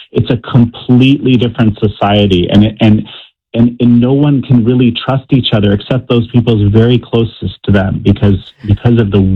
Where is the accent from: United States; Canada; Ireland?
Canada; Listen, I grew up in Canada, of all places, in the 80s, right? In the 70s and 80s.